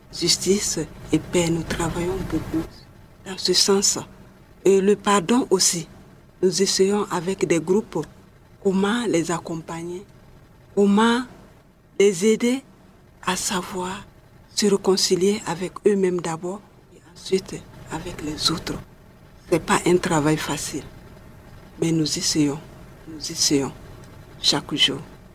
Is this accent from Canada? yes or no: no; Côte d’Ivoire; chez nous en Côte d'Ivoire